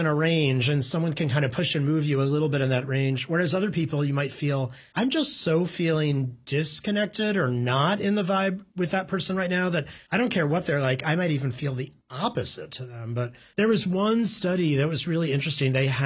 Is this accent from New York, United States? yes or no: no; New Haven, Connecticut, United States; And I was like, yeah, I'm kind of from New Haven, but, you know, you kind of hid that a little bit because...